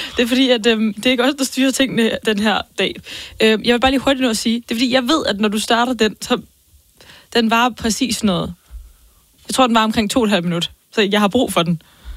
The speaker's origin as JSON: {"language": "Danish", "town": "Copenhagen", "region": "Capital Region of Denmark", "country": "Denmark", "said": "jeg er fra Christiania"}